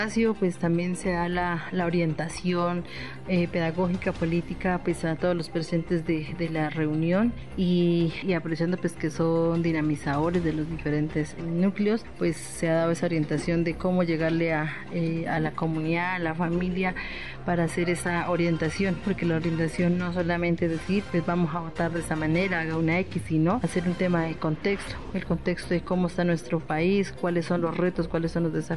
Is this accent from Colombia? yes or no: yes; Colombia; Nosotros por derecho lo merecemos por ser colombianos, somos pueblos indígenas, pero somos colombianos y tenemos los mismos derechos que cualquier otros colombianos.